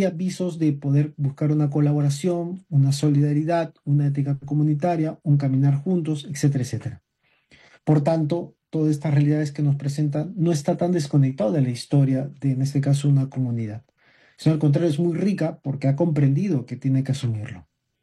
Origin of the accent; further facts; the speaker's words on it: Peru; como peruanos hijos de Dios